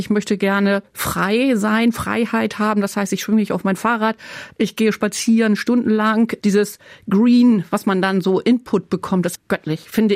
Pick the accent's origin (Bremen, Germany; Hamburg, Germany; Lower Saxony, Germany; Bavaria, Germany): Bremen, Germany; born there; Ich bin in Bremen-Nord geboren, also noch damals im Hartmannstift und habe dann auch so Exkursionen gemacht in Richtung Stadtzentrum. Ich habe sogar mal früher in der Sögestraße gewohnt. Ich bin dann mal irgendwann in die Neustadt übergesiedelt und dann musste ich wieder zurück nach Nord.